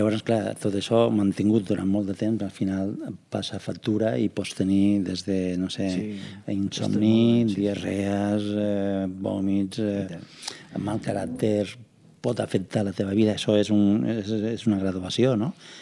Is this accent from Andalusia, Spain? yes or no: yes; Granada, Andalusia, Spain; now in Catalonia, Spain; jo soc un emigrant, jo soc d'Andalús, jo soc de Granada, i això, clar, jo l'he viscut, la migració l'he viscuda